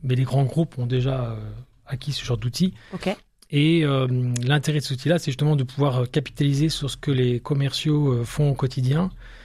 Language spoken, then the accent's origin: French; Aix-en-Provence, Provence-Alpes-Côte d'Azur, France; born or raised there; also born or lived in Lille; now in Niort, France